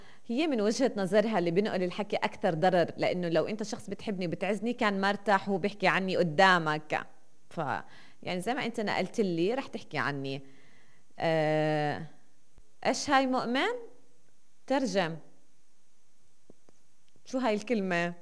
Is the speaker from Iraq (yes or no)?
no; Palestine; إحنا كلنا فلسطينيين